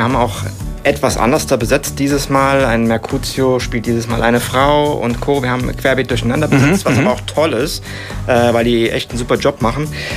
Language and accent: German; Aschaffenburg, Bavaria, Germany; weil wir kommen ja aus Aschaffenburg und jeden Tag 3 Wochen am Stück runterfahren, da bist du pleite bei den aktuellen Spritpreisen.